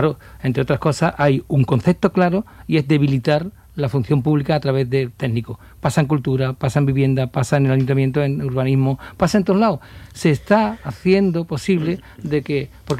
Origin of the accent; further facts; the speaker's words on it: Chiclana de la Frontera, Andalusia, Spain; Yo soy de Chiclana